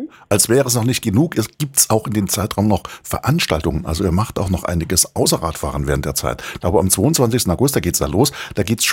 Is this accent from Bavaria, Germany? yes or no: no; Chemnitz, Saxony, Germany; Ihr habt das ja auch schon von meiner Heimatstadt von Chemnitz gehört